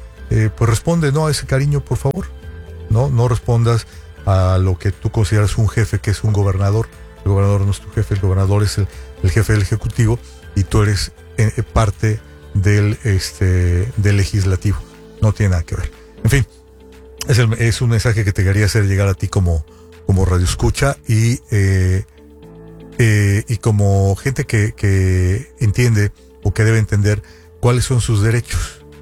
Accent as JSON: {"language": "Spanish", "country": "Mexico", "moved": "yes", "said": "de los derechos políticos plenos de los mexicanos que vivimos en el extranjero."}